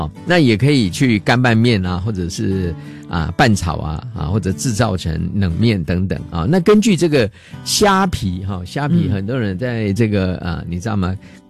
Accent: Taiwan; 我在台湾长大

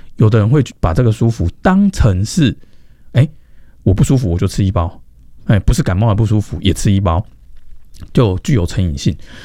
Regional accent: Taiwan; 我们台湾人

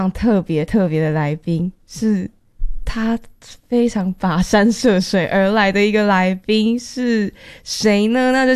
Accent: Taiwan; 虽然说我也在台湾长大，我也是非常的感触，就是成长到现在十九岁

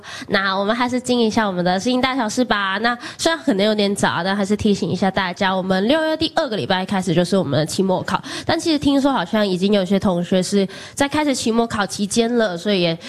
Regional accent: Hong Kong; 对，我是香港人。

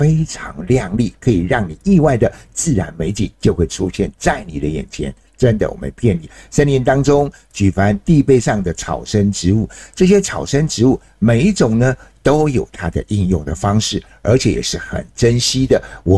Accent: Miaoli County, Taiwan; 来到了我老家。我老家最有名的就是嘉里山，

